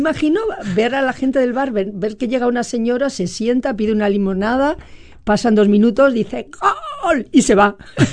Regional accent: Spain

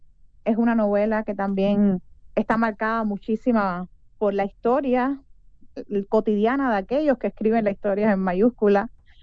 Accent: Cuba; para quienes somos cubanos, para que vivimos allá ya más de 2 años

